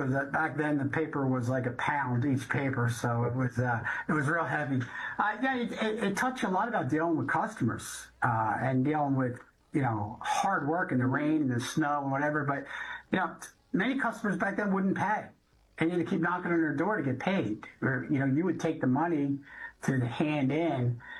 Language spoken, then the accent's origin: English; Philadelphia, Pennsylvania, United States; two brothers and a sister, and I grew up in Northeast Philadelphia.